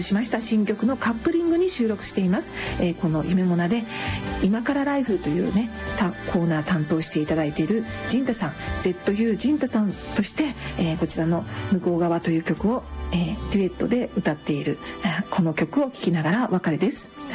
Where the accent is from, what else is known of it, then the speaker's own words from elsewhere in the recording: Takamatsu, Kagawa, Japan; 私も香川県高松市出身なので